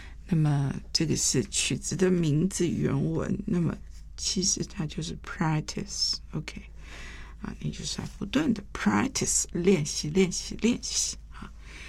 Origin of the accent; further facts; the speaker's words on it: Taiwan; 所以我记得我在这个眷村里面长大的时候，我一学琴，一票的所有眷村的小孩子跟我同年都去学了，最后只剩下我一个